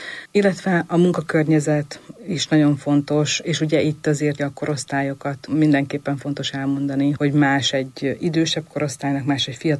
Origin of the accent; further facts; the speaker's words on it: Hungary; vidéki vagyok